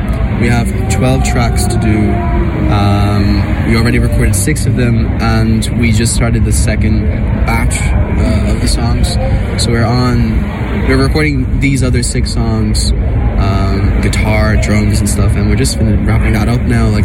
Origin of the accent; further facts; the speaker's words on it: England, United Kingdom; born there; moved away; I was born in England. Me and Willow were born in England